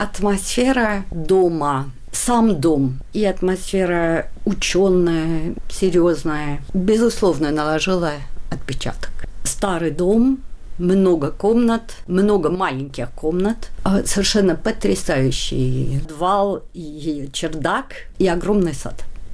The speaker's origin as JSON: {"language": "Russian", "area": "Paris", "region": "Île-de-France", "country": "France", "tie": "born or raised there", "said": "Родилась я в Париже, но вскоре родители купили очень старый дом конца 17 века за городом. 15 километров от Парижа"}